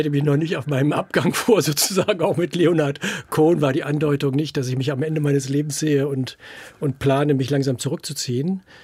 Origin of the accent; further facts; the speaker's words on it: Bünde, North Rhine-Westphalia, Germany; born there; now in Berlin, Germany; Ich bin in Bünde geboren, in Ostwestfalen.